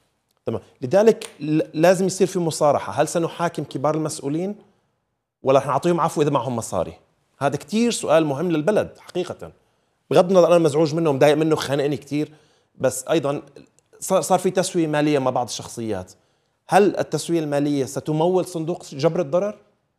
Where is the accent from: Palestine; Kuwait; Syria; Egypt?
Syria; وحقيقة كسوريين عشنا بسوريا وبنعرف سوريا وحبسنا، أنا محبوس مرتين ومحاكم مرتين